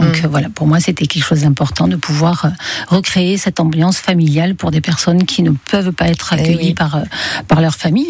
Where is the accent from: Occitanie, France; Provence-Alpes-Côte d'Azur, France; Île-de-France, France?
Provence-Alpes-Côte d'Azur, France; Mazan; Oui, on est tous de Mazan. On avait ce terrain-là dont on faisait rien.